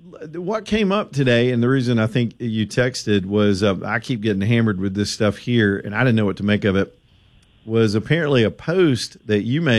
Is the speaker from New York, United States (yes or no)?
no; Alabama, United States; The guy heard my accent, wanted to know, you know, hey, you're from Alabama, huh?